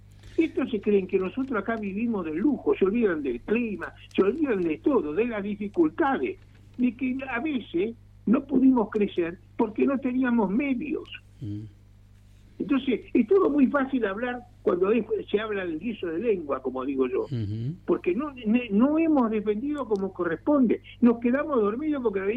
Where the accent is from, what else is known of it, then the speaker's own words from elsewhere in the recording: Buenos Aires, Argentina; born there; now in Tierra del Fuego, Argentina; Yo te digo porque soy porteño, aunque sea por vivir o por opción, yo nací en la capital federal.